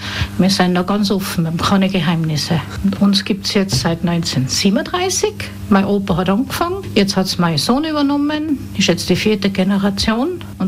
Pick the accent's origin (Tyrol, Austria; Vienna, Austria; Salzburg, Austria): Tyrol, Austria; Innsbruck; Also bei uns in Innsbruck ist es also so, dass die Mädels kriegen die Hennen, die Burschen kriegen die Hasen und das soll einfach Glück bringen.